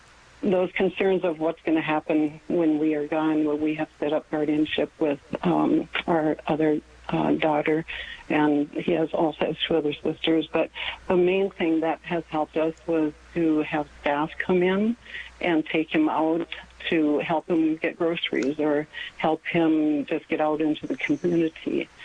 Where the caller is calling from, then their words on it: North Dakota, United States; but I'm from North Dakota